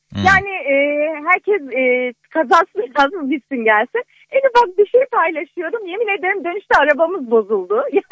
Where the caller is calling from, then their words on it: Kayseri, Turkey; ben Kayseri'den arıyorum.